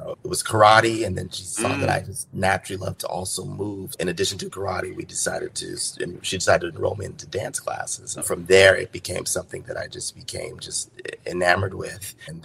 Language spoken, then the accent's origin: English; Anchorage, Alaska, United States; now in New York, United States; You won't guess. You won't believe this, but I'm from Anchorage, Alaska.